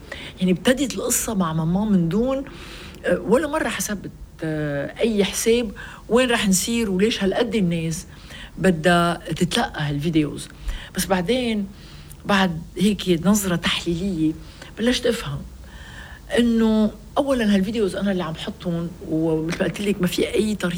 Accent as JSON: {"language": "Arabic", "country": "Lebanon", "said": "أنا مواطنة لبنانية بتعشق بلدها، متجذرة فيه، ما قدرت بولا لحظة ولا مرحلة بحياتها إنها تتركه"}